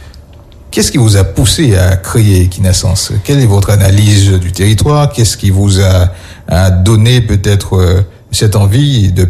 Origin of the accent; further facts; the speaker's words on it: Guadeloupe; born there; J'ai grandi un peu sur la Bastia quand j'étais petit, et j'aime beaucoup cette zone de la Guadeloupe, puisque elle est complètement différente.